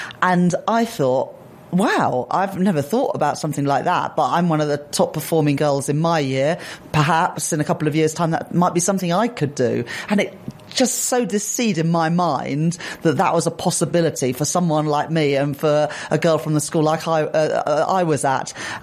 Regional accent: London, United Kingdom; I grew up in Lewisham in Southeast London.

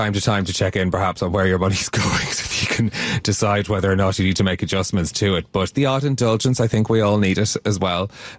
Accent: Ireland; Oh, I mean, I'm an Irish, so I feel guilty about everything, as famously Oscar Wilde said.

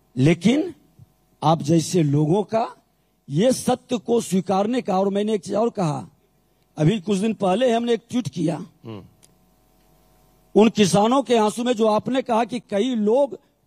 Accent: Bihar, India; मैं बिहारी हूं।

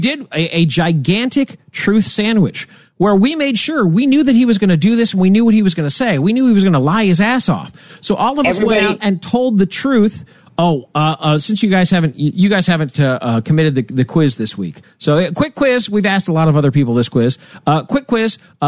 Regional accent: Nebraska, United States; One more good sign from my home state of Nebraska.

